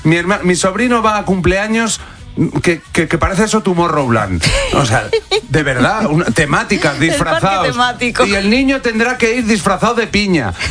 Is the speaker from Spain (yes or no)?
yes; Salamanca, Castile and León, Spain; Fíjate, yo sé que tú eres de Zamora, yo soy de Salamanca.